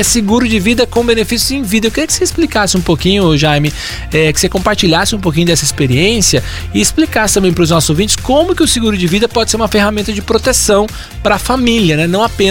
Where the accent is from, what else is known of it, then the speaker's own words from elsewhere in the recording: Brazil; moved away as an adult; now in United States; Eu sou brasileiro, mas estou nos Estados Unidos